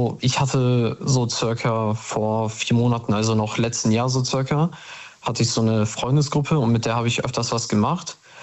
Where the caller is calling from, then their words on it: Bremen, Germany; ich komme aus Bremen, also Nähe Bremen.